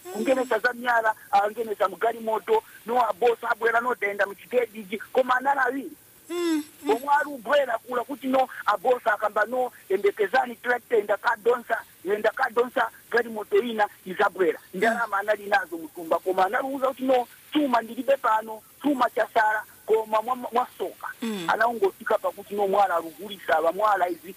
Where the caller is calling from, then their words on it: Lusaka, Lusaka Province, Zambia; I'm calling you in Usaka, Kanyama.